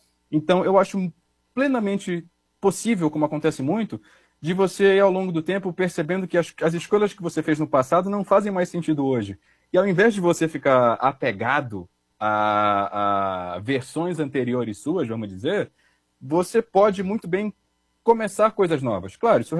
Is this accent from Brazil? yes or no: yes; Amazon, Brazil; Sem contar num filme feito na Amazônia, que é da minha terra, e para mim é muito especial esse momento também.